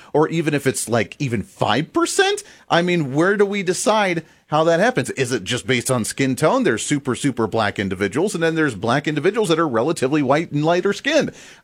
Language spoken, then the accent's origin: English; Kansas, United States